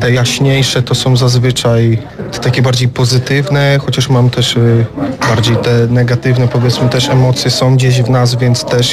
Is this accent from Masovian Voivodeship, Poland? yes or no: no; Prudnik, Opole Voivodeship, Poland; Dzień dobry … jestem z Prudnika.